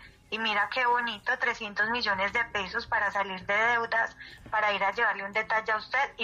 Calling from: Girardot, Cundinamarca, Colombia; llamo de Girardot, Cundinamarca

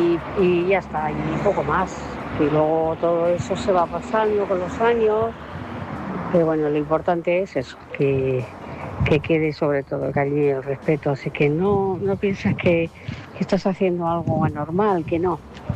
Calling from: Móstoles, Community of Madrid, Spain; Buenas noches, Maite. … de Móstoles.

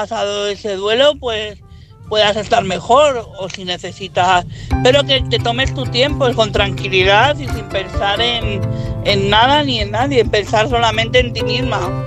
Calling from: Madrid, Community of Madrid, Spain; de Madrid.

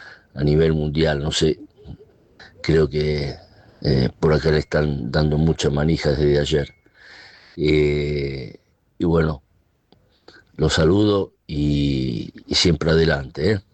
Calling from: Rignano Flaminio, Lazio, Italy; de Rignano Flaminio, provincia de Roma, Italia.

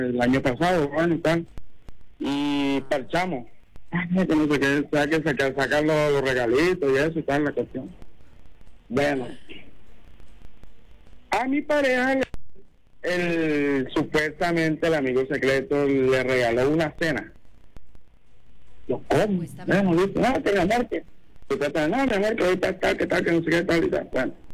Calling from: Caribbean Region, Colombia; yo vivo acá en el Salvaje, pero yo soy costeño, pero vivo en la región momposina.

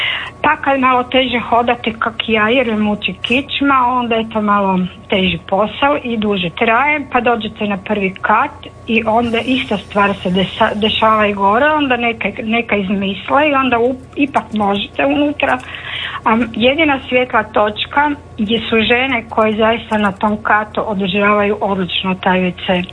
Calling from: Zagreb, City of Zagreb, Croatia; Ja sam stara Zagrepčanka

